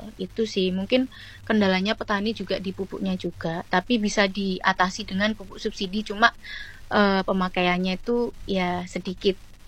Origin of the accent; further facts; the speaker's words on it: Lamongan, East Java, Indonesia; di daerahku sendiri ya, Kecamatan Sugio